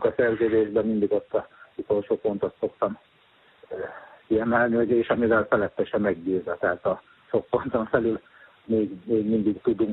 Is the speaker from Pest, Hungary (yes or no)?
yes; Jászkarajenő, Pest, Hungary; itt szülőfalumban Jászkarénőn van egy lovarda